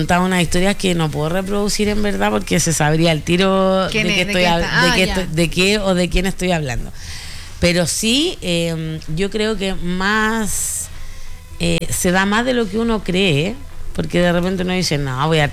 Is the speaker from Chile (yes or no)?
yes; Chile; Yo creo que eso ya es parte como del chileno. Es como parte de nuestra cultura, el pelambre, po.